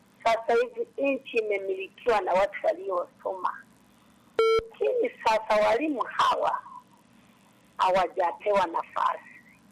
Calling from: Masanza, Tanzania; Nimetokea … nipo Masanza.

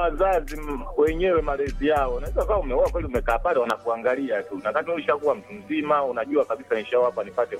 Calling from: Dodoma, Tanzania; Dodoma hapa Njiro Lusinde.

